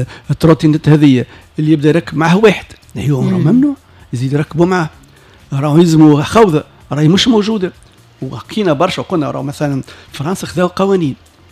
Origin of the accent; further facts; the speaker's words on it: Tunisia; كما عندنا في تونس